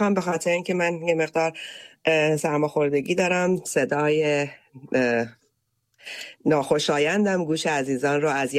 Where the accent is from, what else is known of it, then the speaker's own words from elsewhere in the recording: Iran; moved away; تک تک ما ایرانی های ایران دوست و عاشق سرزمینمون